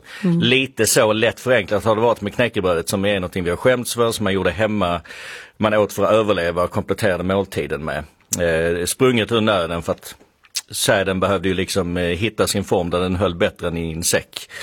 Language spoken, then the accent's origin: Swedish; Skåne, Sweden; Jag kommer från Skåne, så det är egentligen inte knäckeland så